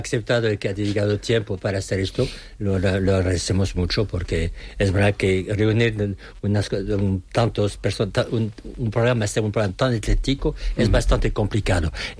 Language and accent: Spanish; Bordeaux, Nouvelle-Aquitaine, France; Spanish is a second language; now in Valladolid, Spain; vengo de una ciudad, Burdeos, en Francia, que es una ciudad como Valladolid, es una cuna de vino.